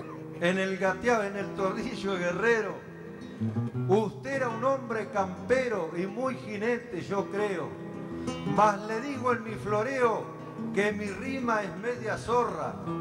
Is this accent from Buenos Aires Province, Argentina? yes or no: yes; Labardén, Buenos Aires Province, Argentina; Yo vengo de Labardén, la criolla, querencia mía.